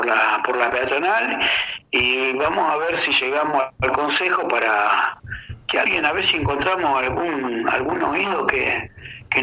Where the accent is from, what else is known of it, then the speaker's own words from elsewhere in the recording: Rosario, Santa Fe, Argentina; Somos rosarinos